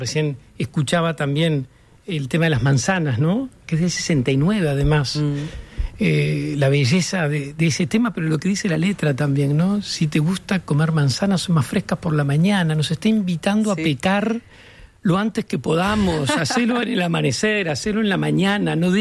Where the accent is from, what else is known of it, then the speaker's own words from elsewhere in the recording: Uruguay; soy un ciudadano, un uruguayo triste